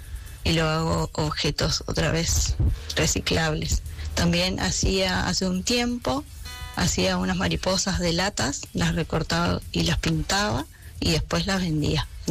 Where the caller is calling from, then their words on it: Argentina; de Argentina